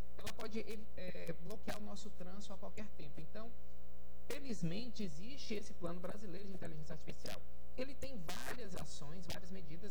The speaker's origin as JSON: {"language": "Portuguese", "country": "Brazil", "said": "Estou falando aqui como brasileiro"}